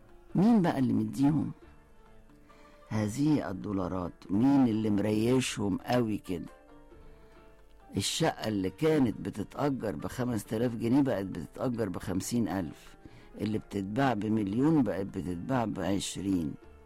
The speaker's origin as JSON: {"language": "Arabic", "country": "Egypt"}